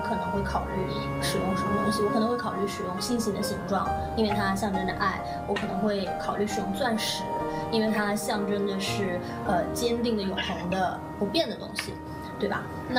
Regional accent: China; 虽然我们中国人和外国人，我们是来自不同的文化背景，我们说不同的语言

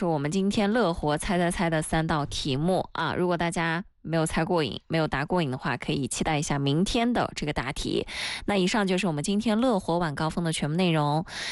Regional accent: China; 我们中国人

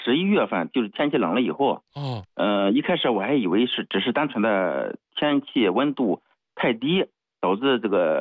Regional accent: Shandong, China; 我就是从我们老家到青岛市里，正合适是130多公里吧。

